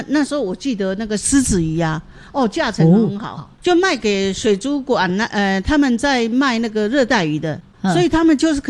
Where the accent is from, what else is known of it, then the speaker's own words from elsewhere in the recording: Keelung, Taiwan; born there; 因为我在这里出生，早期这里就是一个很传统的渔村。